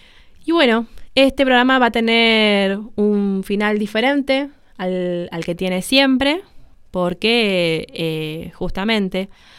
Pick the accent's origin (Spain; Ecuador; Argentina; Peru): Argentina